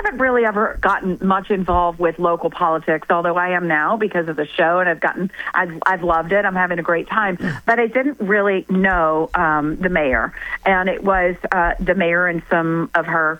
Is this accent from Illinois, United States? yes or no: no; Winter Park, Florida, United States; I grew up in Winter Park.